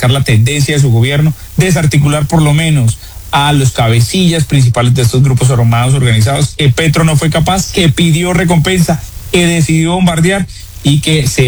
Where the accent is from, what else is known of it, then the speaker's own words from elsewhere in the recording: Colombia; nosotros también como colombianos